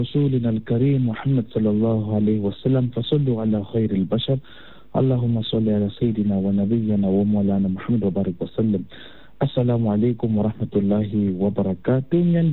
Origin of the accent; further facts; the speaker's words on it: South Africa; as black South African Muslims